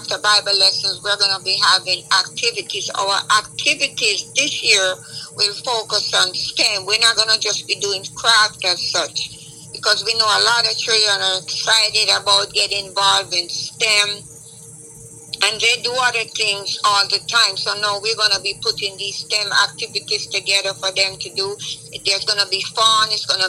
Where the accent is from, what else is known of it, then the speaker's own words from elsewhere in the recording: Jamaica; now in Atlanta, United States; I am originally from Jamaica, and I've made my home in Atlanta, loving living here.